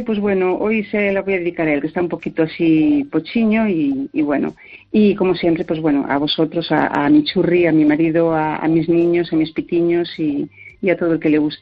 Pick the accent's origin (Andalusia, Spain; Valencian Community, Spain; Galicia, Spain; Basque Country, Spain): Galicia, Spain; Y ahora cuando digo que soy de la Ribeira Sacra, dicen, ¡ay, qué maravilla! Y digo, claro, ahora ya no soy la Cateta